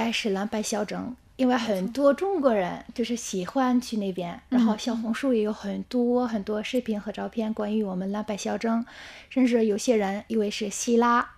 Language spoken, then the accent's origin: Chinese; Tunisia; Chinese is a second language; 平时每次我说我来自突尼斯，第一个问题就是突尼斯在哪儿？